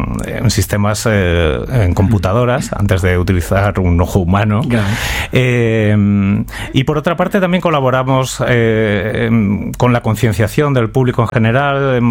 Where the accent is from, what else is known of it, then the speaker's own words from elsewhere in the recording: Mérida, Extremadura, Spain; Yo, como soy de Mérita Augusta